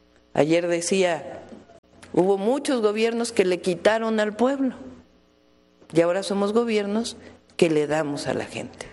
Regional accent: Mexico; Así somos las mexicanas y los mexicanos.

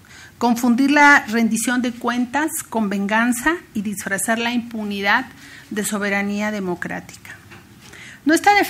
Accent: Coyoacán, Mexico City, Mexico; en Coyoacán, allá en mi tierra natal, políticamente hablando.

